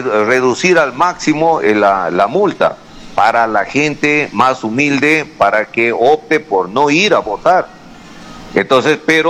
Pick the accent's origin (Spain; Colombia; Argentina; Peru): Peru; como ciudadano y también como peruano.